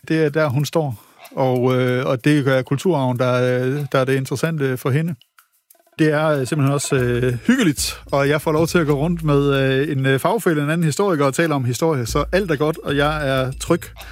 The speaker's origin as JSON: {"language": "Danish", "town": "Aalborg", "region": "North Denmark Region", "country": "Denmark", "said": "jeg er jo selv fra Aalborg"}